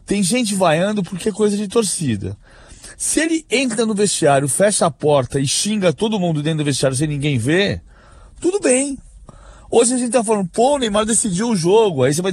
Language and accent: Portuguese; São Paulo, Brazil; Eu falo Vasco porque eu sou paulista